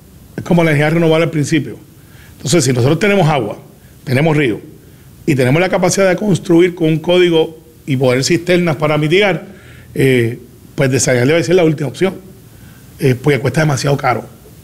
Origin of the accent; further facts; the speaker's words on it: Guaynabo, Puerto Rico; Camarones, Santa Rosa, que es donde yo soy original, de St. Rose Number 2, antes conocido como Santa Rosa Número 2